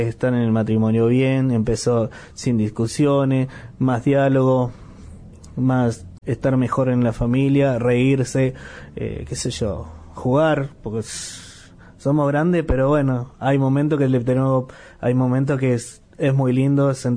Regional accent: Ceres, Santa Fe, Argentina; Bueno, yo vengo de Ceres

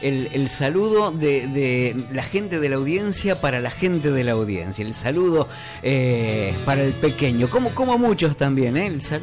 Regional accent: Argentina

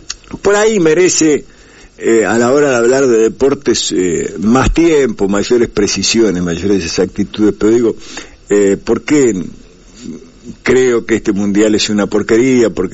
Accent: Argentina; La verdad que nosotros somos los argentinos somos unos personajes, ¿no?

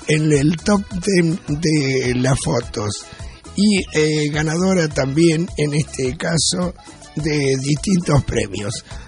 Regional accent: Argentina

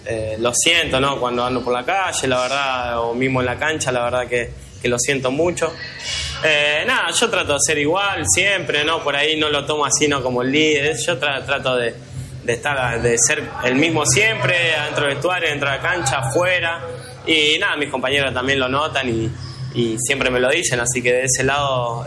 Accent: Quilmes, Buenos Aires Province, Argentina; born there

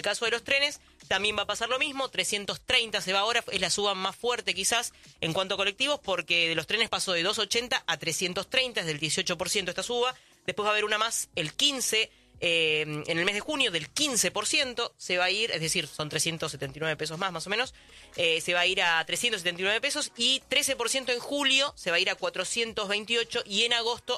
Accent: Catamarca, Argentina; Después, bueno, yo que soy de Catamarca, 2.000 pesos está el boleto del colectivo

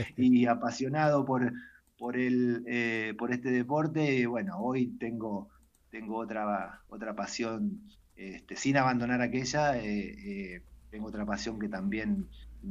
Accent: Argentina; moved away; Me siento absolutamente orgulloso como argentino

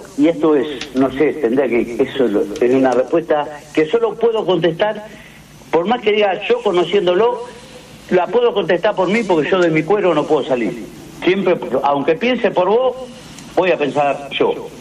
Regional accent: Argentina; viste como somos los argentinos.

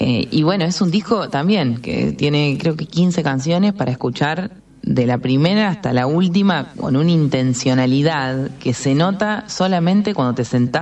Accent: General Belgrano, Buenos Aires Province, Argentina; Yo soy de General Belgrano, provincia de Buenos Aires, y el Festival de Folclore y Tango se para 3 días al pueblo y cierran todos los boliches. O sea, mira, yo tengo 35 años

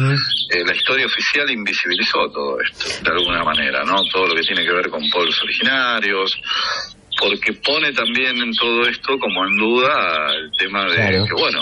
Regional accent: Rosario, Santa Fe, Argentina; Yo soy de Rosario, de la Universidad Nacional de Rosario, del equipo argentino de antropología forense.

